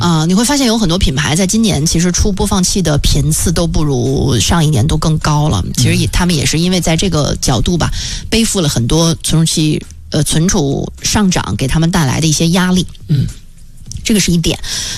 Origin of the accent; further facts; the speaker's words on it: China; 我觉得至少作为中国人吧，就是为我们中国有这样的企业还是应该感到很自豪的